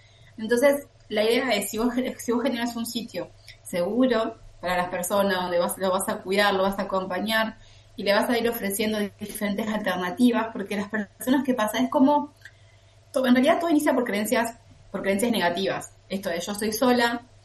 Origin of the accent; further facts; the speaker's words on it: Concordia, Entre Ríos, Argentina; yo soy de Concordia es una ciudad muy chica